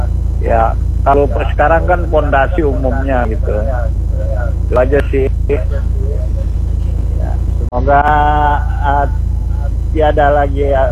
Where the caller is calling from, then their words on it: West Java, Indonesia; Di daerah saya juga ada, Jawa Barat itu rumah panggung ada.